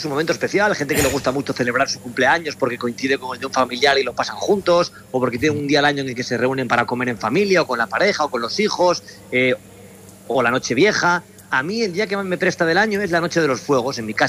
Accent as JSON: {"language": "Spanish", "town": "Gijón", "region": "Asturias", "country": "Spain", "said": "quiero que la gente sepa que soy de Gijón, sin más. Que no es nada impostado, que no tengo que estudiar lo que es la Semana Grande de Gijón, ni lo que es tomar un helado en tal sitio, una hamburguesa en otro sitio, que siempre lo he hecho porque soy de Gijón"}